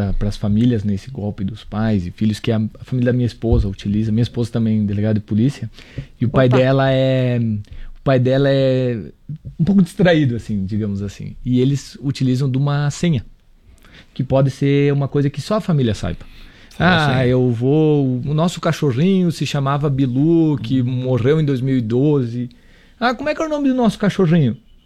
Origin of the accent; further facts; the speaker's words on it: Erechim, Rio Grande do Sul, Brazil; Ela é moradora da cidade de onde eu nasci, onde eu me criei.